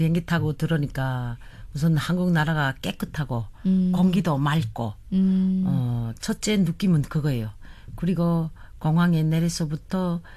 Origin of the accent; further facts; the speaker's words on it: Orang, North Hamgyong, North Korea; now in South Korea; 저는 함경북도 오랑에서 온 정착 5개월이 된